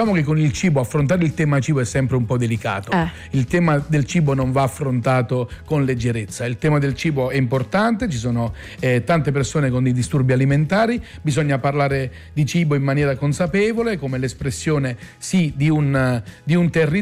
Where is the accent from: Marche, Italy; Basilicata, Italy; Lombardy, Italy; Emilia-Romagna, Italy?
Basilicata, Italy; moved away; io torno sempre in Basilicata, ho ancora il ristorante, sono ancora un oste ogni qualvolta posso, quindi in genere il fine settimana torno a casa